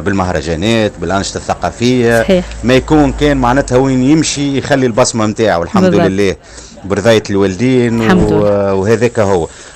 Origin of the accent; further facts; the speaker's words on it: Oued Meliz, Jendouba Governorate, Tunisia; وطبعا أنا ولد الشمال الغربي والجندوبة بالتحديد من وادي مليز، معناتها يحصل لي شرف أني نكون مدخل في الإذاعة صوت الشمال الغربي إذاعة الكيف.